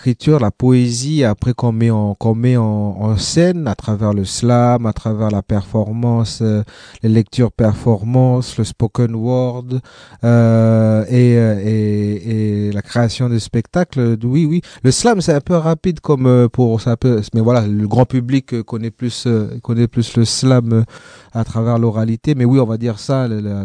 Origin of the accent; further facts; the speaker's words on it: Lifou, Loyalty Islands Province, New Caledonia; moi j'ai grandi à Lifou, je parle pas le Lifou